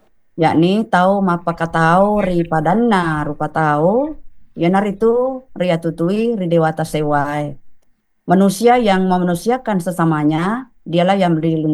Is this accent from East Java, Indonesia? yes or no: no; South Sulawesi, Indonesia; accent: Bugis; saya maaf pakai logat Bugis ya